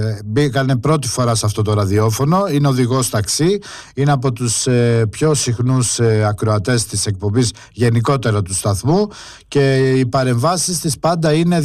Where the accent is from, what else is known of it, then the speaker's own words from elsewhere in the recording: Greece; Ναι, εμείς είμαστε Έλληνες.